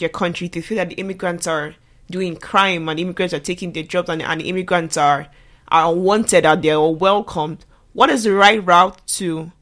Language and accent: English; Nigeria; also born or lived in East Vancouver; now in Vancouver, Canada; as an Igbo person growing up in Nigeria